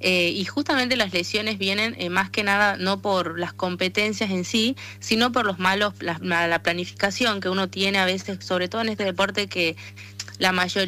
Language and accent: Spanish; North, Argentina; vos no tenés acento de Argentina o no pareces argentina, y en realidad es porque soy norteña